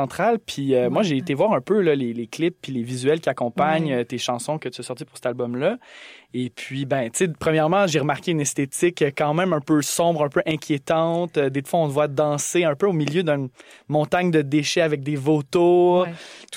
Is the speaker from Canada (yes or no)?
yes; Sherbrooke, Quebec, Canada; Moi j'ai fait ma petite enfance là-bas à Sherbrooke je connais